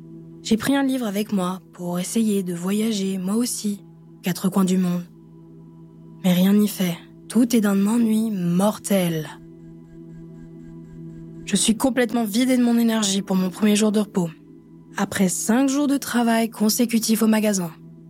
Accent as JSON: {"language": "French", "country": "France", "lives_now": "Montreal, Canada", "said": "De toute façon, je suis française, donc anti-clim, par esprit de contradiction, je suppose."}